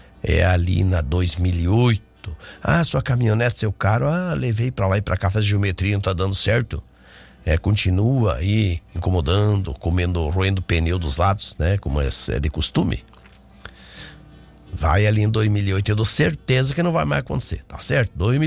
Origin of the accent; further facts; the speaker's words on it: Brazil; Somos brasileiros